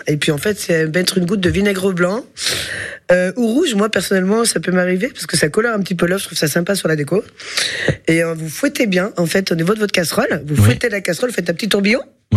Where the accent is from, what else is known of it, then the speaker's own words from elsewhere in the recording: Lyon, Auvergne-Rhône-Alpes, France; now in Sommières, France; en tant que lyonnais